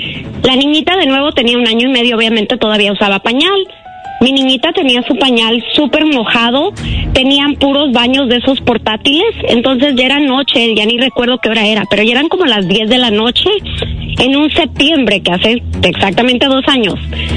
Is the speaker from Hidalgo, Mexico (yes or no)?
no; Michoacán, Mexico; now in Fresno, United States; Yo soy de Michoacán, pero mis papás migraron acá a la área de Fresno y vivo en Fresno